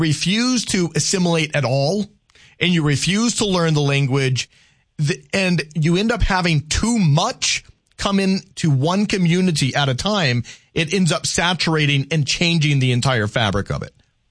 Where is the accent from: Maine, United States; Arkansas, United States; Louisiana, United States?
Louisiana, United States; I like that. I'm Cajun.